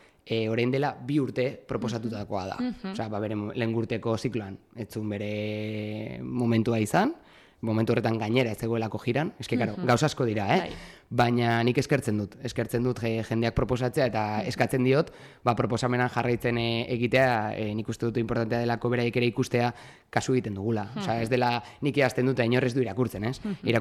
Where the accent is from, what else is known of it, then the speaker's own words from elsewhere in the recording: Irun, Basque Country, Spain; Hau begira, ba, Irundarra naiz, orain dela mar urte